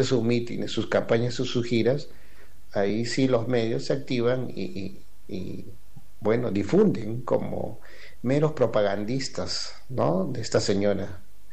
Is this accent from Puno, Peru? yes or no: yes; Puno, Peru; Yo soy aymara, por si acaso, soy de Puno y de la frontera con Bolivia.